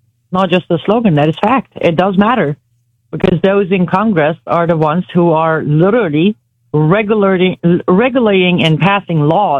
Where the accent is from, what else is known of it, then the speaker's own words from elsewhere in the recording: Iran; English is a second language; I was born and raised in 1983 in Islamic Republic of Iran.